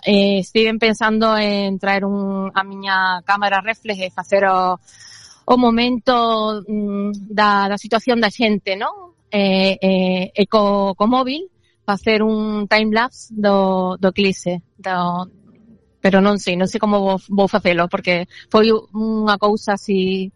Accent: Seville, Andalusia, Spain; Galician is a second language; now in Galicia, Spain; Sí. Son de Sevilla, pero vivo xa aquí hai 10 anos ou máis.

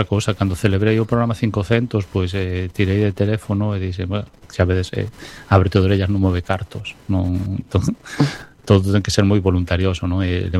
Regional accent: Ferrol, Galicia, Spain; now in Narón, Spain; Mira, eu son de Ferrol.

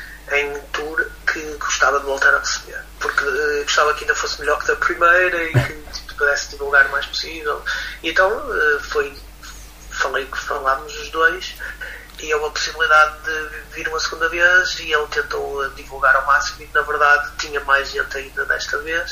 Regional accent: Barcelos, Braga, Portugal; Sobretudo no norte de Portugal há essa sensibilidade. Eu sou de Barcelos, Braga.

